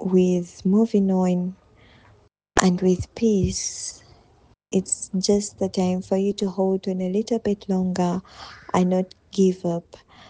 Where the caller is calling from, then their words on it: Entebbe, Central Region, Uganda; I'm listening in from Entebbe.